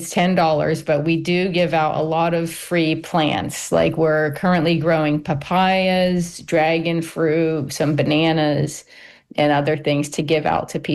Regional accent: Pennsylvania, United States; moved away; And our seasons here are kind of backwards, like than what I grew up in Pennsylvania.

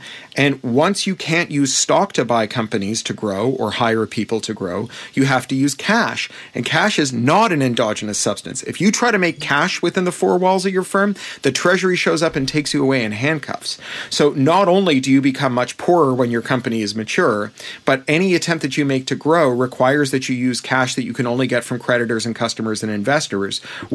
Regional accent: Toronto, Ontario, Canada; I grew up in Toronto. Like all the best Americans, I'm Canadian.

